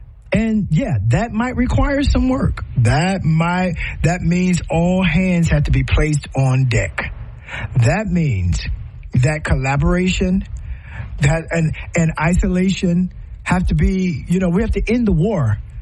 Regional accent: United States; And we are American.

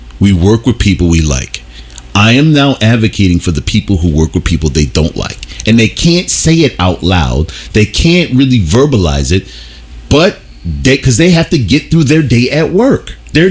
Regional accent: United States; I have the right as an American

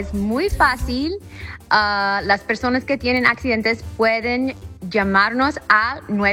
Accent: Harlingen, Texas, United States; soy de aquí, del Valle, soy de Harlingen, Texas

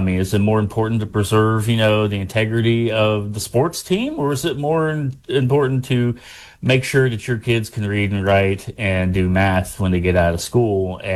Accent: West Virginia, United States; I'm from Pleasants County, of course, as is Dave here.

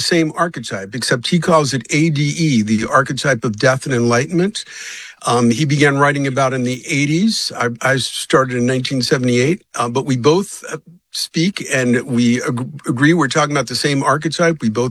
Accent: Bronx, New York, United States; And then when I grew up in the Bronx, I grew up listening to the Long John Nebel show, considered the forerunner of the whole paranormal radio.

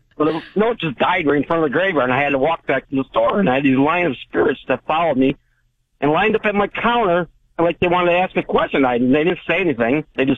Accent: New York, United States; now in Hawaii, United States; But anyways, I'm from upstate New York, and I had a small auto parts business.

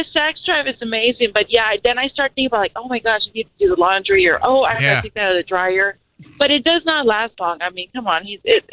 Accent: Guatemala; I may not sound like it, but I am Latina from Guatemala.

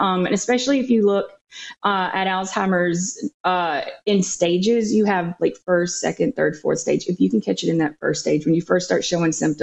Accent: Goshen, Mississippi, United States; now in Madison, United States; I am from the Mississippi Gulf Coast, so I live in Madison, Mississippi now, but I grew up in Goshen, so I'm a coastie. I'm a coastal girl.

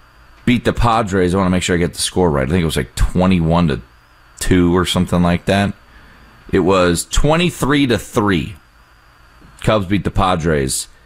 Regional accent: East Coast, United States; But I'm also from the East Coast.

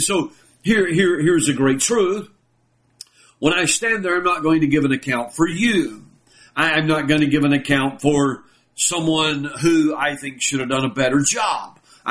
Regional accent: United States; I am an American citizen

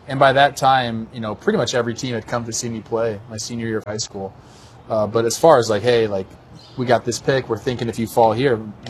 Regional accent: Los Angeles, California, United States; I'm from Los Angeles, where it is a melting pot of people and culture.

